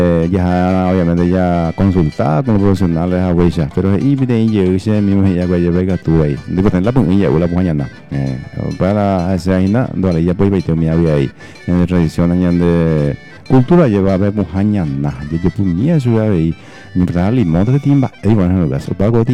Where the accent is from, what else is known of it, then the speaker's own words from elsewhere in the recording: Paraguay; ya cumplí ya llevo como buen paraguayo paraguayo costilla